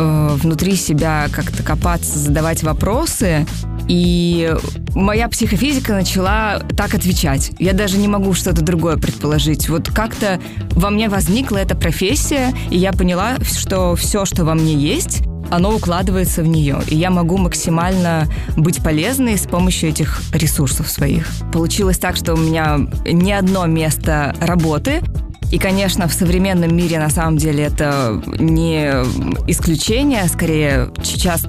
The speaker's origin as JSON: {"language": "Russian", "town": "Saratov", "region": "Saratov Oblast", "country": "Russia", "tie": "born or raised there", "also_born_or_lived": "Saint Petersburg", "moved": "as an adult", "said": "Я родилась в Саратове"}